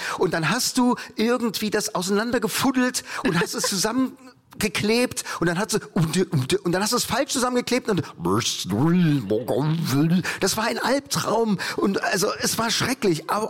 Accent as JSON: {"language": "German", "town": "Leipzig", "region": "Saxony", "country": "Germany", "tie": "born there", "said": "Ich bin ja gebürtiger Ossi, Leipziger."}